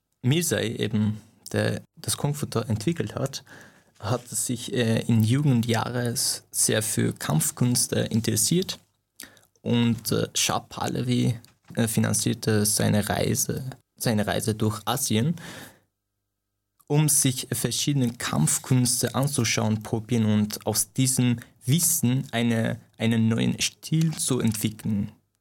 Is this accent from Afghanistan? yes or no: yes; Afghanistan; now in Austria; Natürlich, ich komme ursprünglich aus Afghanistan, aber ich fühle mich nicht so richtig ein Afghaner.